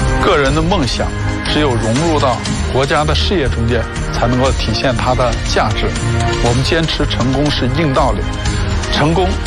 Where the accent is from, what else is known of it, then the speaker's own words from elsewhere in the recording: Shaanxi, China; also born or lived in Shanxi; 我出生在山西，很小时候就到了陕西。